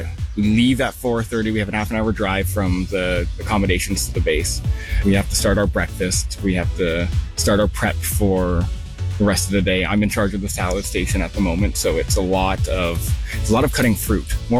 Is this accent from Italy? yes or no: no; Trenton, Ontario, Canada; And then I grew up in Trenton. I got to go right back to my hometown and start cooking there.